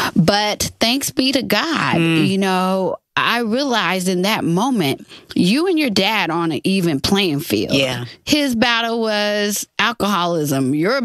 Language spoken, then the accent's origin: English; Texas, United States; So I fly 800 miles to Texas. That's my hometown.